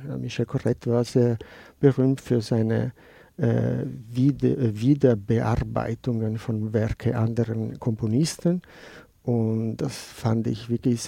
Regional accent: Genoa, Liguria, Italy; also ich bin aus Genua und halte für Boca Juniors

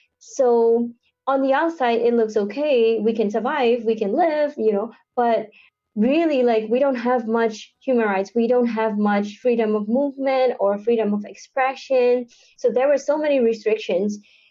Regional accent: Myanmar; I am from Myanmar.

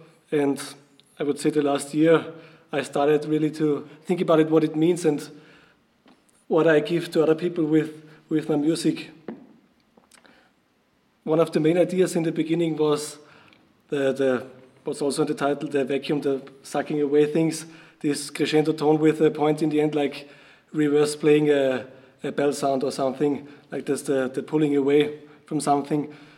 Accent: Salzburg, Austria; I come from Salzburg.

